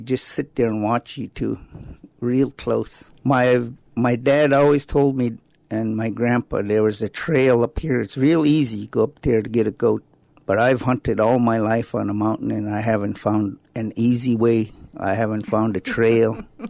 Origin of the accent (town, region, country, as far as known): Chilkat Valley, Alaska, United States; born or raised there